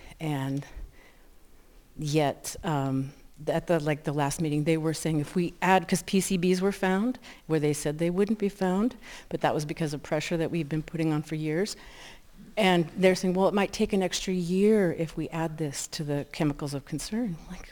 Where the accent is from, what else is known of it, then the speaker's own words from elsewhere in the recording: Missoula, Montana, United States; I grew up here in Missoula, surrounded by Superfund sites. I grew up on the north side